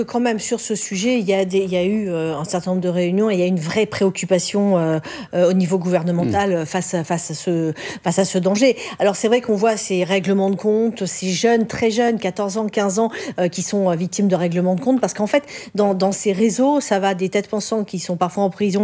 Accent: Dijon, Bourgogne-Franche-Comté, France; Je suis originaire de Dijon. La ville de Dijon a été très durement frappée par le narcotrafic.

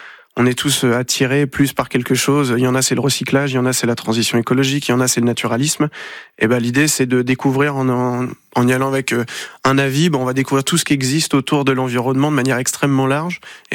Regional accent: Autheuil-Authouillet, Normandy, France; on va le faire chez nous, à Auteuil-Autouillé.

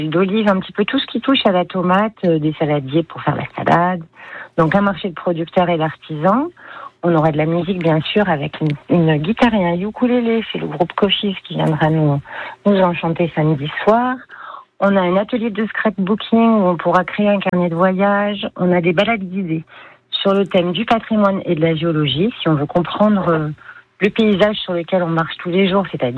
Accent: Provence-Alpes-Côte d'Azur, France; pour nous de chez nous, en Provence.

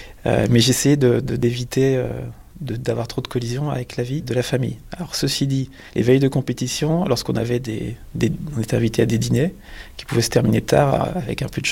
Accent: Bourgogne-Franche-Comté, France

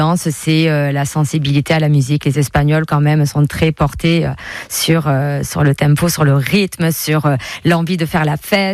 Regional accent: Aix-en-Provence, Provence-Alpes-Côte d'Azur, France; born there; je suis née à Aix-en-Provence et à la maternité de l'Étoile à Puricard.

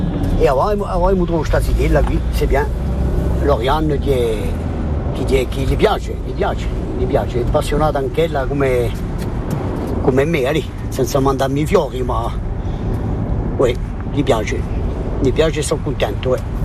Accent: Vezzani, Corsica, France; io so mica qui, io so di Vezzani

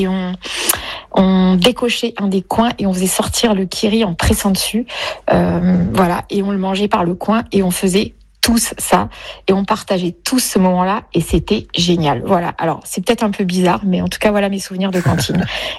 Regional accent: Île-de-France, France; now in Toulouse, France; J'ai grandi dans l'Essonne, en région parisienne.

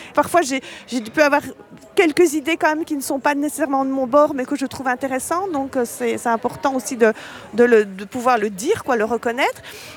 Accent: La Louvière, Wallonia, Belgium; now in Die, France; Je suis de La Louvière, Bois d'Aisne exactement.

